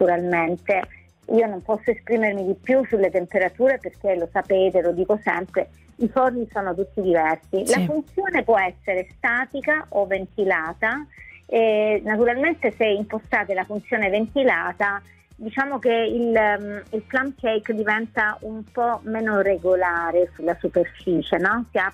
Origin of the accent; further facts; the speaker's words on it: Apulia, Italy; sono salentina